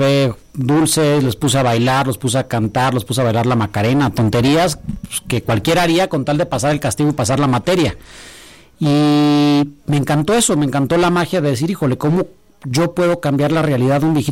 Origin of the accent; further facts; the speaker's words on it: Mexico; somos de México